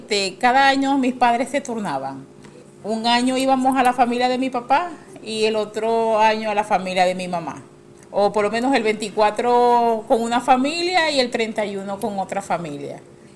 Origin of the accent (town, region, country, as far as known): Maracaibo, Zulia, Venezuela; born or raised there; now in Arauquita, Colombia